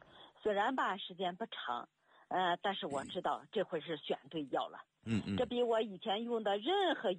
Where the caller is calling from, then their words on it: Baoding, Hebei, China; 我是保定这边的。